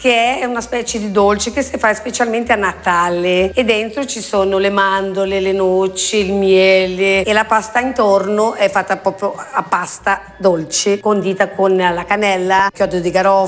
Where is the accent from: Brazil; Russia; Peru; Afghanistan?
Brazil; now in Italy; Io sono arrivata qua dal Brasile per fare la cittadinanza italiana, perché i miei antenati sono nati a Cremona.